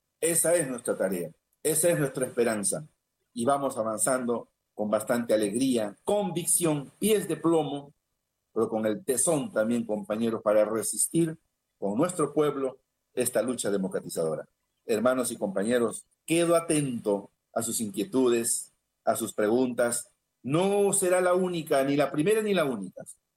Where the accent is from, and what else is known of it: Peru